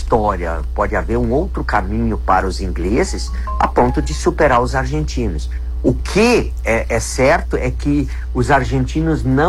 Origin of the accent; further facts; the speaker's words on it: Brazil; nós brasileiros